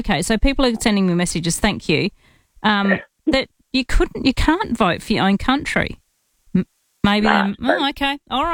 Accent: Australia; So it knows I'm from Australia.

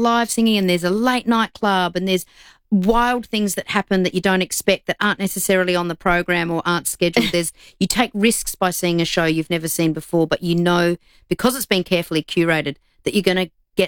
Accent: Broken Hill, New South Wales, Australia; I grew up in Broken Hill.

